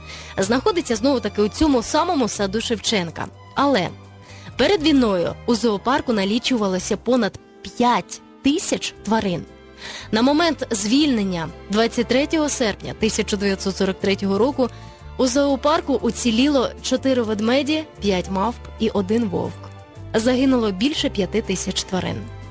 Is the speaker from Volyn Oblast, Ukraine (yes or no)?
no; Kyiv, Ukraine; Тепер ми, кияни, знаємо, що метро «Університет» є і у Харкові.